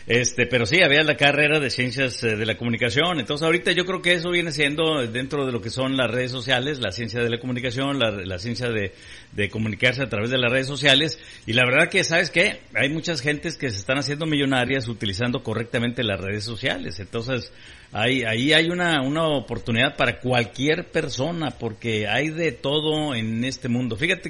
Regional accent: Guadalajara, Jalisco, Mexico; moved away as an adult; now in United States; allá de donde yo soy, Guadalajara

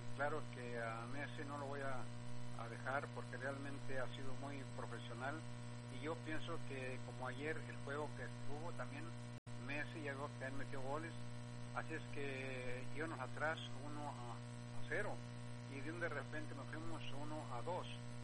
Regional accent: Jalisco, Mexico; Pero yo soy de Los Altos, soy altopeño.

